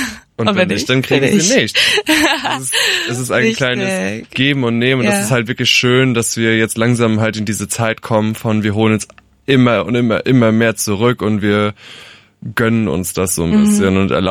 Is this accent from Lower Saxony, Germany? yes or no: no; Rhineland-Palatinate, Germany; Aber wirklich winziges Dorf, 400 Einwohner, der kleine schwule Junge, der sich schminkt und halt immer der Outsider war.